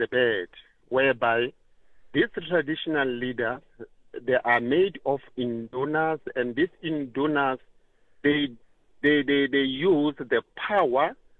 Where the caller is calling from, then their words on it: Bela-Bela, Limpopo, South Africa; I'm calling from Limpopo in Bela-Bela.